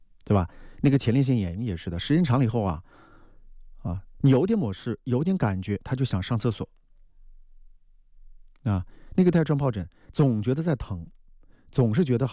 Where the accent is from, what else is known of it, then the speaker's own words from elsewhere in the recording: Wuhan, Hubei, China; 我们武汉人